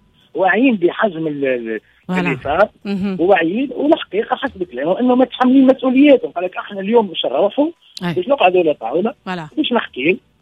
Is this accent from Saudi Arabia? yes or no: no; Tunisia